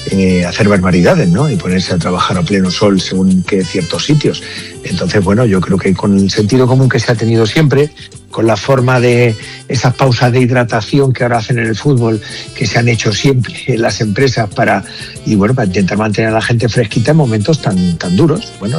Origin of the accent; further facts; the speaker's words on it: Santa Cruz de Mudela, Castilla-La Mancha, Spain; born there; aquellos que hemos nacido en pueblos y ciudades muy ligadas a la Renfe, como somos los de Santa Cruz de Modela y los de Alcázar